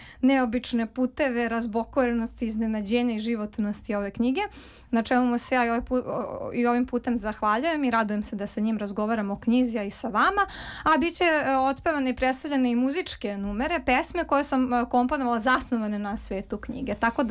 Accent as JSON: {"language": "Serbian", "region": "Belgrade", "country": "Serbia", "tie": "born or raised there"}